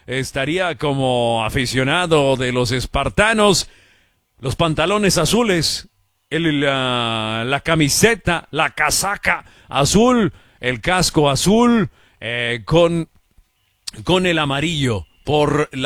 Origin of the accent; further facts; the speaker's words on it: San Joaquin Valley, California, United States; first language Spanish; creciendo yo toda mi vida en el Valle de San Joaquín, pues yo crecí yendo a los partidos de los Bulldogs de Fresno State, y aunque crecí hablando español como mi primer idioma